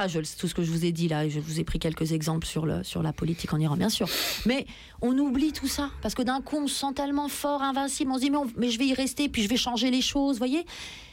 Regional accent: France; je suis iranienne ». Comme là quand on me dit « mais tu viens d'où ?»« quoi, je suis française »

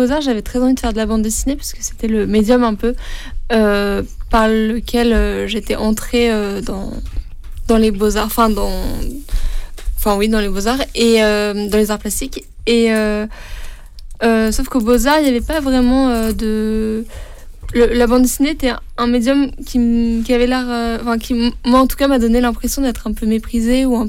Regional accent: Marseille, Provence-Alpes-Côte d'Azur, France; Oui, ben moi, là, je viens de Marseille, donc

